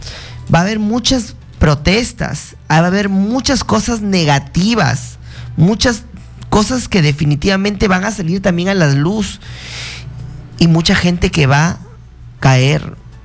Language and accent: Spanish; Peru; y hablo ahora como peruano, ¿no?